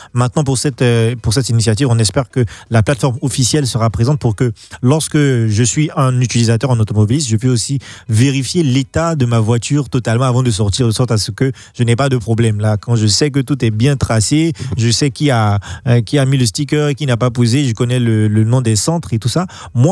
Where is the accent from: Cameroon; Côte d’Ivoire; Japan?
Côte d’Ivoire; Je me pose juste des questions en tant qu'Ivoirien.